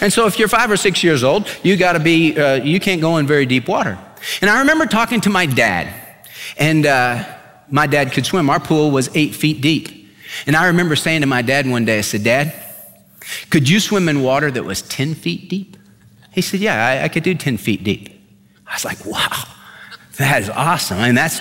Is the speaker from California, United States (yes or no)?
yes; California, United States; we had a pool in my backyard growing up in California. I was the 5th of 6 kids